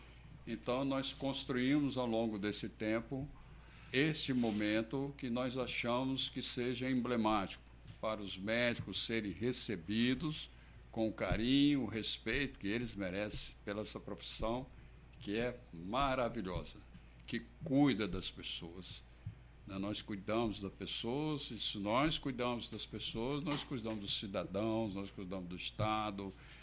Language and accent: Portuguese; Vitória, Espírito Santo, Brazil; now in Recife, Brazil; Na minha terra natal, em Vitória, no Espírito Santo.